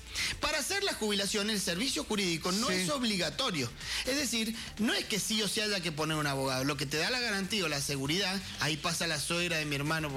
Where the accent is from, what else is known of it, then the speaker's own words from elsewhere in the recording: Argentina; Y cuando nos traen la carta decimos, nosotros somos argentinos.